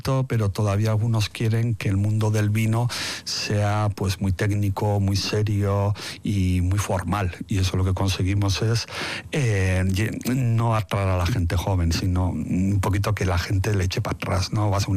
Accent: Basque Country, Spain; Me siento euskaldón, amo esta tierra. Y tengo la suerte de poder divulgar por todo el mundo mi tierra, mi costumbre, estos mis productos, ¿no?

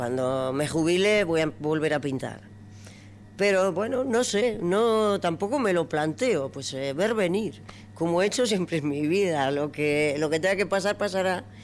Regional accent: Navarre, Spain; moved away as an adult; now in Vitoria, Spain; yo estoy en Vitoria desde los 20 años. Sí, bueno, soy navarra, pero bueno, soy vitoriana. Llevo más tiempo viviendo en Vitoria que en mi pueblo, aunque tengo ahí la casa

